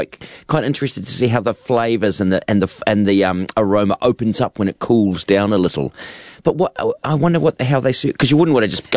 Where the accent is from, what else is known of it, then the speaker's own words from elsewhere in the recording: New Zealand; I'm a New Zealander